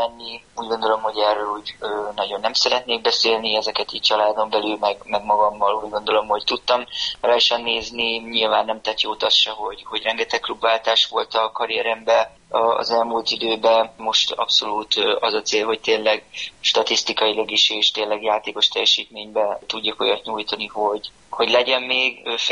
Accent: Karcag, Jász-Nagykun-Szolnok, Hungary; pályára léphettem Karcagon. Nagyon különleges érzés volt újra a szülővárosomba játszani.

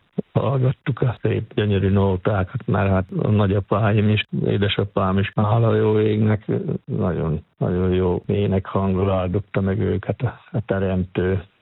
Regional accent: Pápasalamon, Veszprém County, Hungary; now in Győrzámoly, Hungary; hát én Pápa Salamonból származom, ez egy nagyon csodálatos kis ékszerdobott pápa és a Somló hegyközi területen van Pápától 14 kilométerre.

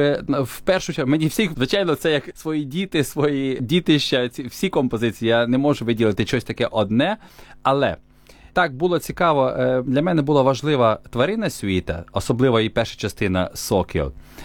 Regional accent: Khust, Zakarpattia Oblast, Ukraine; moved away as an adult; now in Hungary; Тому що я є українець. Я народився в Україні, моє серце українське, я звідти, в мене там батьки, я там виріс, я українець.

